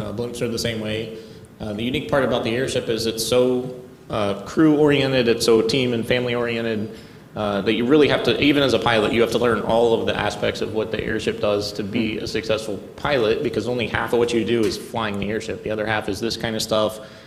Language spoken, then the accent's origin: English; Green, Ohio, United States; Yeah, so I'm born and raised here in the Akron area. I grew up in Greene.